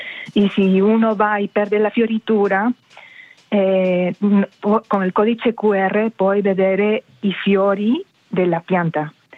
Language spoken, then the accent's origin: Italian; Peru; Italian is a second language; moved away; Io sono peruviana.